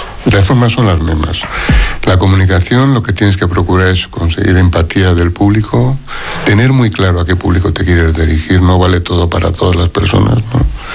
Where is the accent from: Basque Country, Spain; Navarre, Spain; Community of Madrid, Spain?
Basque Country, Spain; Barakaldo; como en mi pueblo, que soy de Baracaldo